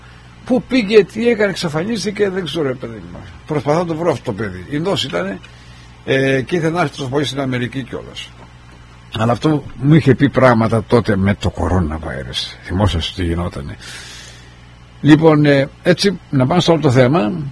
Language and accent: Greek; Argostoli, Ionian Islands, Greece; εγώ είμαι και πάρα πολύ χαρούμενος που είμαι Κεφαλονίτης, Αργοστολιώτης